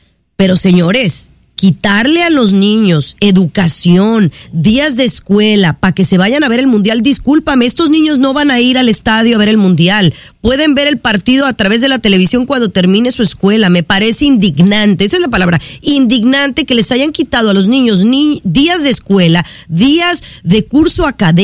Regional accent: Mexico; soy orgullosamente mexicana

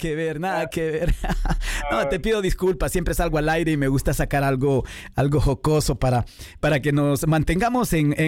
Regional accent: Honduras; Porque yo soy hondureño y créeme que yo me siento... me siento de verdad, no me siento una rata inmunda, ¿no?

